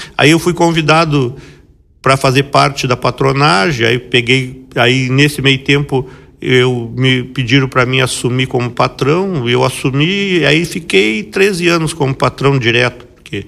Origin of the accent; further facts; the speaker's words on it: Pelotas, Rio Grande do Sul, Brazil; now in Rio Grande, Brazil; Eu mesmo, eu sou da cidade vizinha, né? Sou de Pelotas, estou aqui, né? Mas assim, a minha raiz é de lá. Eu aprendi, nasci, me criei lá. Então a minha identidade é de lá. Defendo aqui porque, claro, já estou aqui há mais de 40 anos